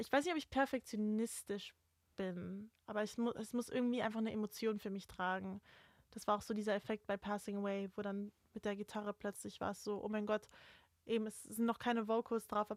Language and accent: German; Switzerland; now in United Kingdom; ich bin ja deutsche Griechin, aufgewachsen in der Schweiz, lebt jetzt in England.